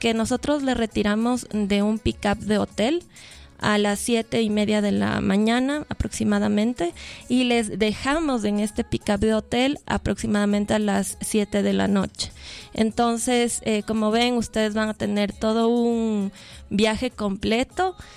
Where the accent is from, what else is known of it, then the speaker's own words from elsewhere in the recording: Quito, Pichincha, Ecuador; creo que tenemos tan normalizado como quiteños, no sé, estar tan cerca de los volcanes, verlos, pero no es normal.